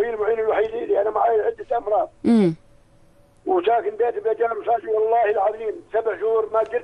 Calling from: Ajloun, Ajloun Governorate, Jordan; راجع من عجلون.

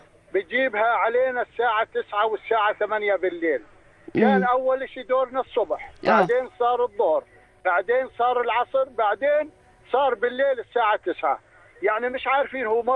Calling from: Manja, Amman Governorate, Jordan; من منجا لواء الجيزه

